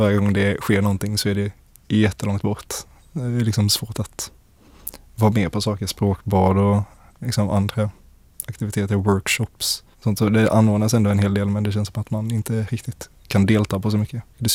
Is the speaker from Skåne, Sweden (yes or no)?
yes; Lund, Skåne, Sweden; jag kommer från Lund